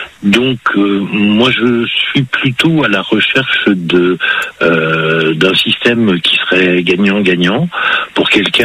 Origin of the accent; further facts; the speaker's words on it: Palaiseau, Île-de-France, France; born there; Je suis né à Palaiseau.